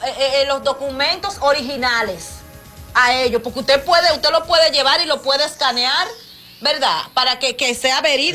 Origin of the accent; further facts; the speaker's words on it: Dominican Republic; Yo soy dominicano